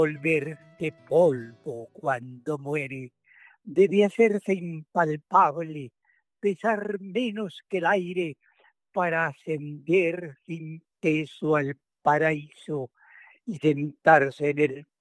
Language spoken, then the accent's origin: Spanish; Bogotá, Colombia; Ah, yo soy un bogotanito puro.